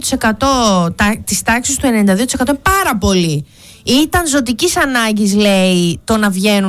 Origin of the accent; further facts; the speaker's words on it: Greece; γενικότερα όλοι σαν Έλληνες, uh-huh, δεν παρτάρουμε όπως παλιά